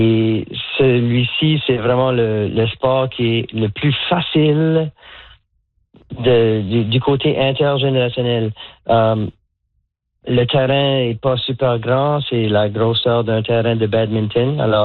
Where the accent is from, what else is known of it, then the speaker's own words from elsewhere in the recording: Moncton, New Brunswick, Canada; Je suis originaire de Moncton, puis j'ai travaillé presque exclusivement en anglais depuis que je suis en Nouvelle-Écosse. Ça fait presque 40 ans.